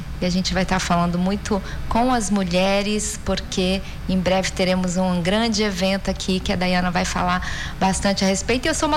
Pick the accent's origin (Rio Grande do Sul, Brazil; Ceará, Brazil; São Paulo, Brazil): São Paulo, Brazil; moved away as an adult; now in Manaus, Brazil; eu sou paulista, né, do interior, já estou aqui há quase 20 anos, eu já me considero praticamente uma manauara